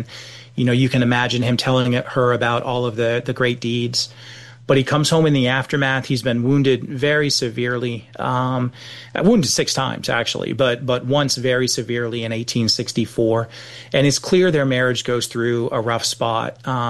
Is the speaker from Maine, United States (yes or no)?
yes; Canaan, Maine, United States; The one holdout is from my hometown.